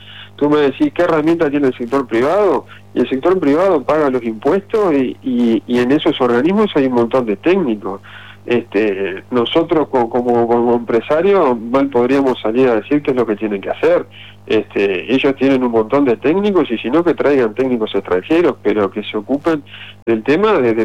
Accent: Uruguay; como sociedad uruguaya tenemos el debe de que no hemos podido encaminar una solución para esta situación

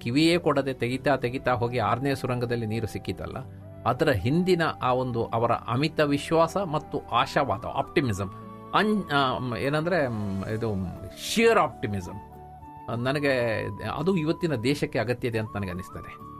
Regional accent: Karnataka, India; ನಮ್ಮ ದಕ್ಷಿಣ ಕನ್ನಡ ಅಂತ ನಾನು ಹೇಳಿದಾಗ ನಮ್ಮ ಹಿಂದಿನ ಈ ಭಾಗ ಎಲ್ಲ ಬಂತು, ಕಾಸರಗೋಡು ಸೇರಿಕೊಂಡು.

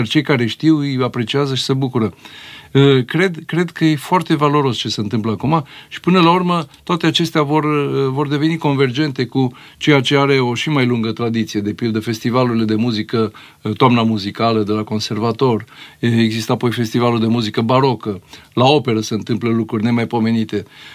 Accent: Arad, Arad County, Romania; now in Cluj-Napoca, Romania; orașul meu natal, care este Aradul, foarte mult. La Arad vezi un secesion, Art Nouveau, arhitectural splendid.

